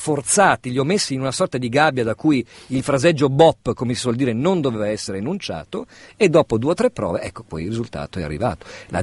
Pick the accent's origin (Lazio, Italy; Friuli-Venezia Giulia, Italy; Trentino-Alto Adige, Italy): Friuli-Venezia Giulia, Italy; Udine; born there; No, sono nato all'est, sono nato a Udine.